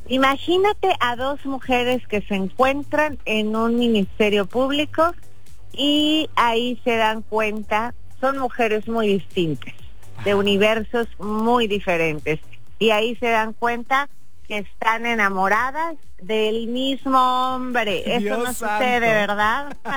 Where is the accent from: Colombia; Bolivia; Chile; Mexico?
Mexico; Durango; Igual que yo, que yo soy de Durango.